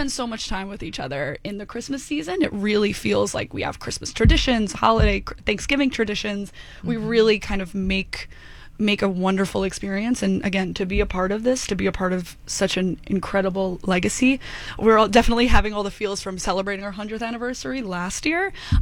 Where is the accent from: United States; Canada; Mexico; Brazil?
United States; Bayonne, New Jersey; I grew up seeing the show. I'm from Bayonne, so I grew up seeing the show every year.